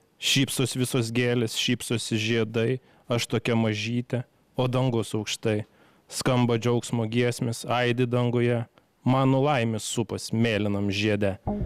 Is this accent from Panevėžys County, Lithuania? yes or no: yes; Panevėžys, Panevėžys County, Lithuania; su Paulimu esame iš Panevėžio, irgi savotiškai galbūt galėtume sakyti, kad Panevėžys mums yra namai, mes ten sugrįžtame